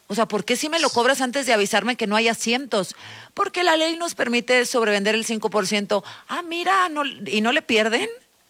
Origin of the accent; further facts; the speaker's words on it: Nuevo León, Mexico; Porque, bueno, pues ahí en Nuevo León tuvimos, yo soy de Nuevo León, al primer gobernador independiente